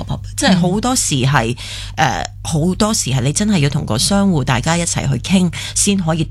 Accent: Hong Kong; 我哋香港人

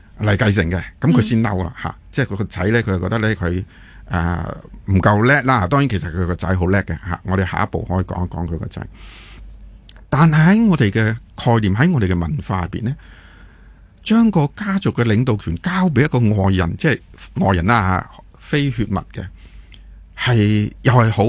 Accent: Hong Kong

